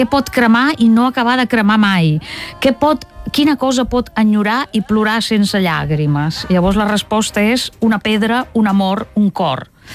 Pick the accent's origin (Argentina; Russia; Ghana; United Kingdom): Russia; first language Russian; Catalan is a second language; now in Catalonia, Spain